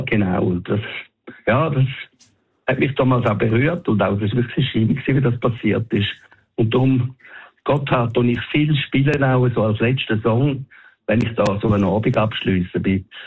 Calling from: Winterthur, Zurich, Switzerland; Ich komme aus Winterthur

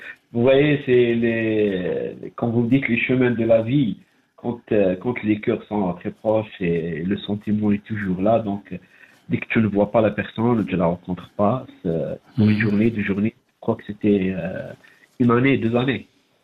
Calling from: Algiers, Algiers Province, Algeria; Oui, c'est toujours à Alger.

